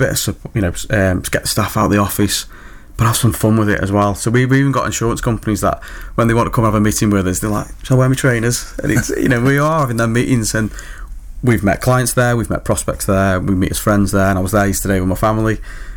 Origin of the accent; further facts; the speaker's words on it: Kidsgrove, West Midlands, United Kingdom; accent: Stokey; I'm from Kidsgrove, Pete's from Milton, mm-hmm, just normal people. I can't hide my accent, I'm born and bred Stokey